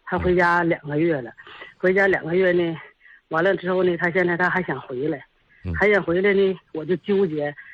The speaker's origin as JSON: {"language": "Chinese", "town": "Suizhong", "region": "Liaoning", "country": "China", "tie": "born or raised there", "moved": "yes", "said": "我老家是绥中"}